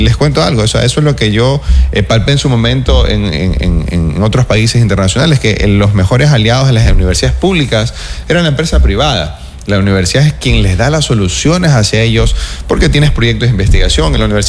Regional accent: Santo Domingo, Santo Domingo de los Tsáchilas, Ecuador; moved away; also born or lived in Manabí; regreso a mi tierra

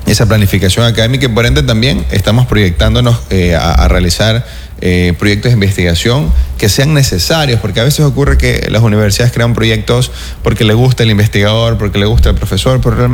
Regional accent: Santo Domingo, Santo Domingo de los Tsáchilas, Ecuador; moved away; also born or lived in Manabí; regreso a mi tierra

